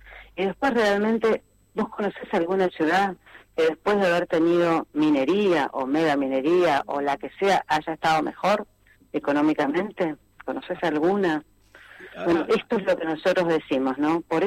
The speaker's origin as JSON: {"language": "Spanish", "town": "Chos Malal", "region": "Neuquén", "country": "Argentina", "said": "Te lo digo desde el corazón de la ciudad que estoy acá en el momento, yo soy de Chosmalá."}